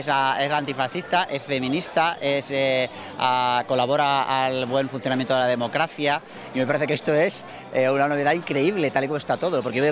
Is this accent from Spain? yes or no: yes; Barcelona, Catalonia, Spain; yo soy de Barcelona